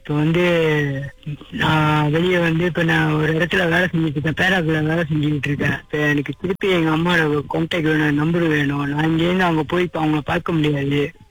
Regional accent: Seremban, Negeri Sembilan, Malaysia; சொந்த ஊர் சிரம்பான்.

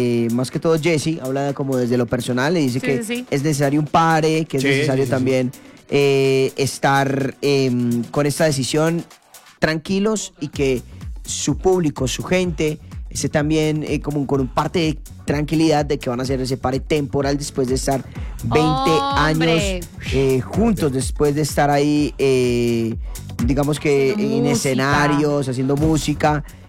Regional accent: Colombia; soy muy colombiano

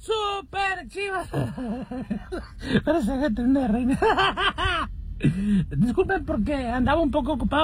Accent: Las Vegas, Nevada, United States; Yo soy de Las Vegas, ese güey no.

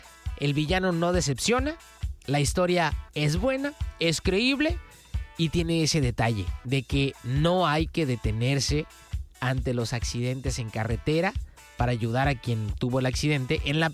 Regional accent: Mexico; Nosotros acá en México

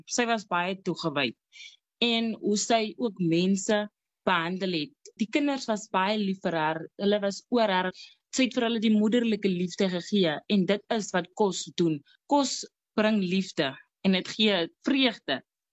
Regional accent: Upington, Northern Cape, South Africa; Ek is groot geword in Appington, ook hier gebore. Ek het by my ouma groot geword. My ma werk nog alle jare in die Kaap, so ek is 'n ouma kind.

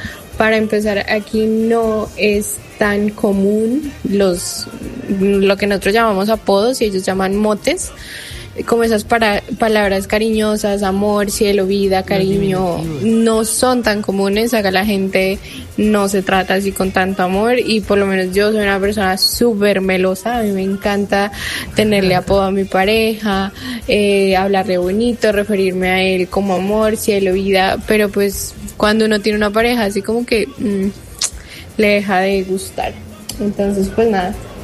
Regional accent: Colombia; moved away as an adult; now in Spain; nos damos cuenta que en otros lados no son tan melosos como somos nosotros los colombianos. Yo vivo en España hace 3 años

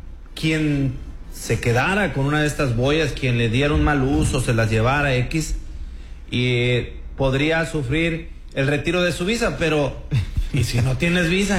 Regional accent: Mexico; pero pues como buenos mexicanos, ¿no?

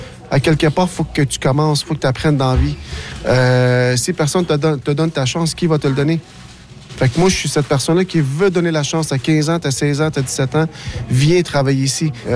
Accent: Verdun, Quebec, Canada; Ouais, mais dans Verdun, j'ai grandi dans Verdun. Je connais les difficultés que les Verdunois ou que les jeunes ont eues.

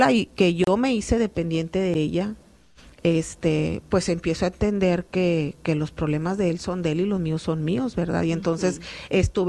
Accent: Nuevo León, Mexico; en nuestro estado de Nuevo León

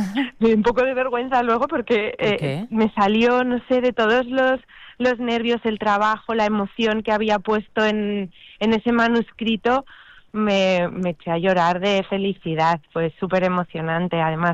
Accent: Huesca, Aragon, Spain; moved away as an adult; now in Barcelona, Spain; Huesca es mi raíz. Aragón en general, ¿no? Pero sobre todo el Alto Aragón, Huesca, Altozamontano. Me siento muy vinculada a mi tierra y fíjate que mis dos primeras novelas, a pesar de llevar más de 20 años aquí en Barcelona

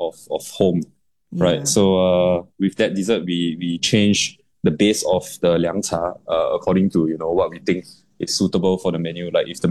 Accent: Singapore; I'm not Japanese, rather I am Singaporean Chinese.

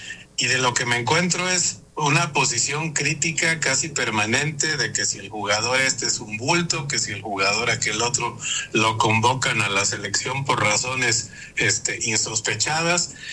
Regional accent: Mexico

